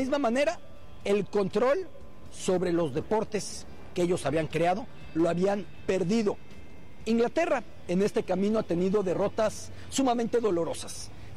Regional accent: Mexico

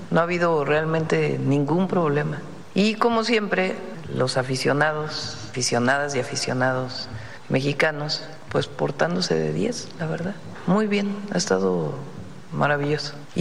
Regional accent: Mexico; Es que habla de cómo somos los mexicanos.

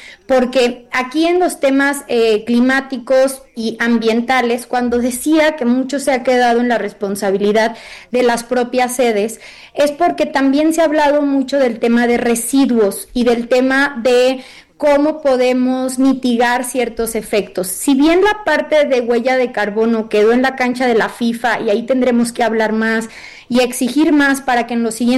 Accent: Mexico; que a nosotros mismos como mexicanos nos va a beneficiar en gran gran manera.

